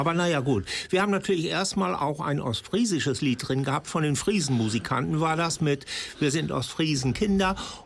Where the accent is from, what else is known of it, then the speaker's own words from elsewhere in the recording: Leer, Lower Saxony, Germany; Ich stamme ja aus Bingum.